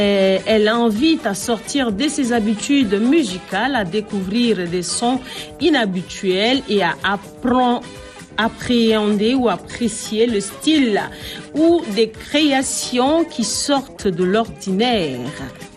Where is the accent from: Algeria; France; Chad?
Chad; On va pas manger les maniocs comment? Nous sommes des Tchadiens comme toi.